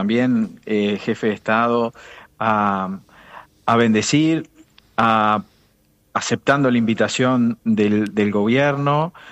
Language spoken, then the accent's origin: Spanish; Uruguay; nuestra historia como pueblo uruguayo